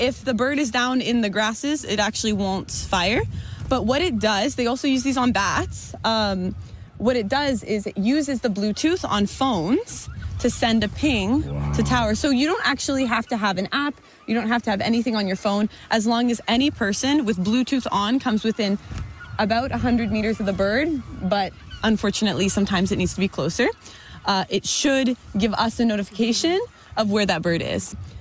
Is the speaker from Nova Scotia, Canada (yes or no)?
no; Guelph, Ontario, Canada; I'm from Guelph, Ontario.